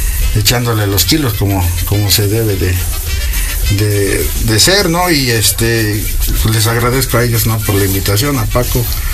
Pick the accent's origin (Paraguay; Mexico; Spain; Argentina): Mexico; Martínez de la Torre, Veracruz; De Martínez de la Torre.